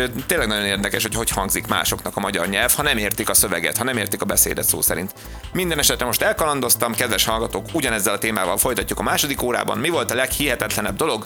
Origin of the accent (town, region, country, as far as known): Hungary